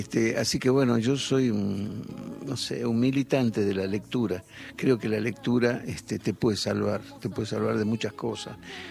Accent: Ledesma, Jujuy, Argentina; born there; moved away; Yo soy nacido en Ledesma, claro.

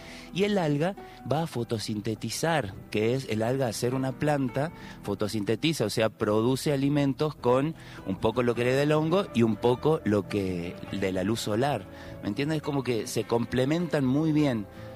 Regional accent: Tilcara, Jujuy, Argentina

